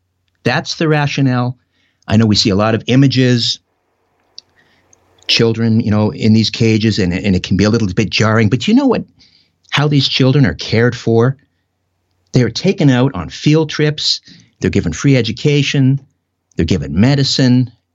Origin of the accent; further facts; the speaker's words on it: Brantford, Ontario, Canada; my hometown of Brantford, Ontario.